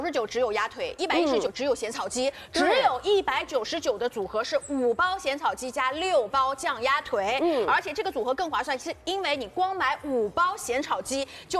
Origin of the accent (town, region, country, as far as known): Shanghai, China